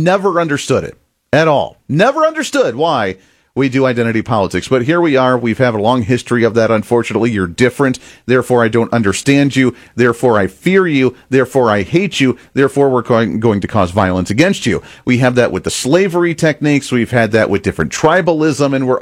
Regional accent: Kansas, United States; I come from Kansas. That's how we were founded as a state, was to end slavery and separation.

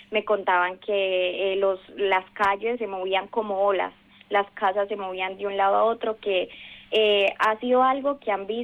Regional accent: Valle del Cauca, Colombia; now in Tarancón, Spain; De la ciudad de donde vengo, es una de las ciudades que estuvo afectada. Nosotros estamos muy cerca de Cali, que es una de las ciudades que ha habido demasiados edificios colapsados.

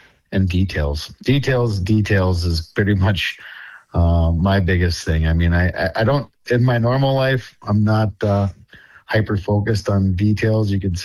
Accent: Grand Rapids, Michigan, United States; It's right here in my hometown, Raysport Marine Grand Rapids.

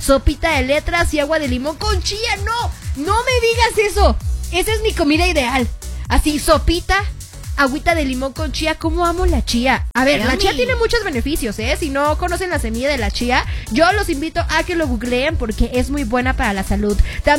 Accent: Acapulco, Guerrero, Mexico; yo soy costeña, originaria de Acapulco, Guerrero.

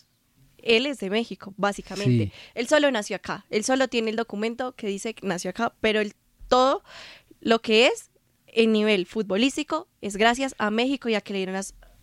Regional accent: Colombia

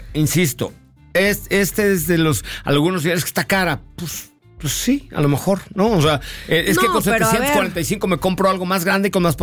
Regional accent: Mexico City, Mexico; born there; italiano sí porque nací en la colonia Roma y soy inglés porque nací en la clínica Londres.

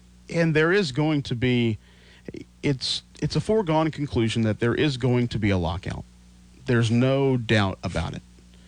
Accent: Mount Airy, Maryland, United States; Now, as I mentioned before, I grew up in Mount Airy.

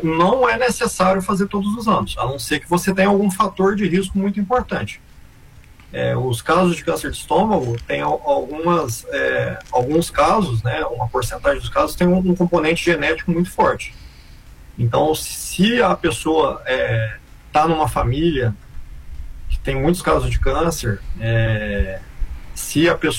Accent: Minas Gerais, Brazil; born there; now in São Paulo, Brazil; Saudade de Minas. Eu tô em São Paulo, mas nasci em Minas.

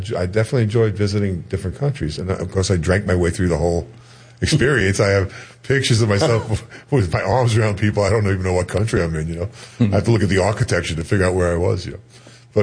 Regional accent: New York City, New York, United States; now in Carmel, United States; I was a young Irish kid from the Bronx.

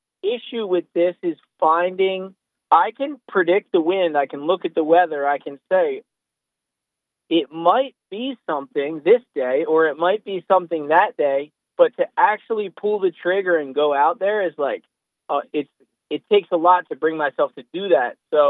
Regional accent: Pennsylvania, United States; now in Jersey Shore, United States; I was born and raised in Pennsylvania, but I learned how to surf on the Jersey Shore and when I was younger, I ended up moving to the Jersey Shore. So that's where I am these days.

